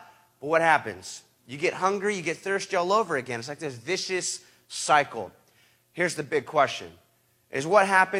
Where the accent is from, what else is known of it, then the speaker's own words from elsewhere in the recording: Huntington Beach, California, United States; And I think we stashed the other one in my dad's garage in my hometown. So I get stitched up by the dock in Coronado, San Diego, and I go, I'm going to go back and go drink that other keg of beer. So I make my way back to Huntington.